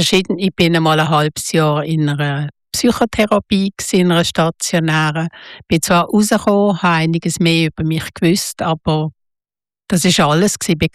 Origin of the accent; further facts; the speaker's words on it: Basel, Basel-Stadt, Switzerland; ich bin in Basel aufgewachsen, oder?